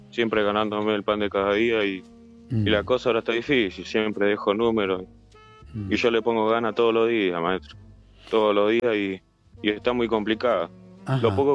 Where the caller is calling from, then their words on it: Del Viso, Buenos Aires Province, Argentina; De Delviso.